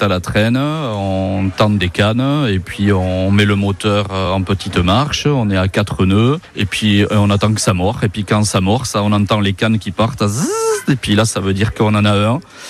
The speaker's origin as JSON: {"language": "French", "town": "Anglet", "region": "Nouvelle-Aquitaine", "country": "France", "tie": "born or raised there", "said": "je suis originaire d'Anglette et j'ai 52 ans."}